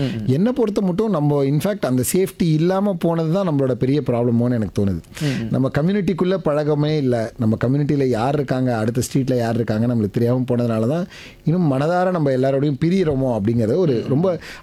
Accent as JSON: {"language": "Tamil", "town": "Chennai", "region": "Tamil Nadu", "country": "India", "tie": "born or raised there", "said": "இதே சென்னையில் தான் வளர்ந்தேன் நான்"}